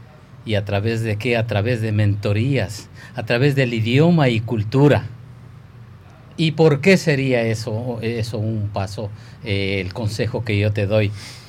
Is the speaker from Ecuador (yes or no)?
yes; Ecuador; now in Belgium; aquí hay fiestas que hacemos los ecuatorianos